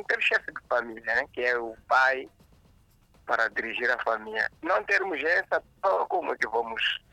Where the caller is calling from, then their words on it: Massinga, Inhambane, Mozambique; de Inhambane, Masinga.